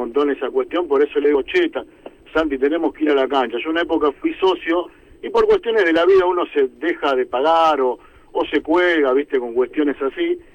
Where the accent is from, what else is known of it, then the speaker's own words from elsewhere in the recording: Lomas de Zamora, Buenos Aires Province, Argentina; Soy de Loma de Zamora.